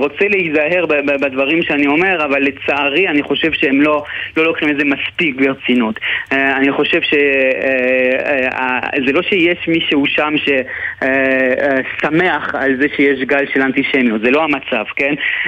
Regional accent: Montreal, Quebec, Canada; לוודא שכשיש אירוע כמו בית ספר שלי שבו איפה שגדלתי במונטריאול ששולחים בו עליו בקבוק תעבירה

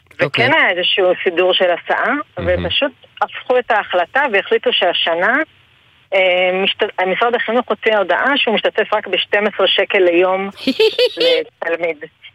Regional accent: Tel Katzir, Northern District, Israel; קיבוץ תל קציר.

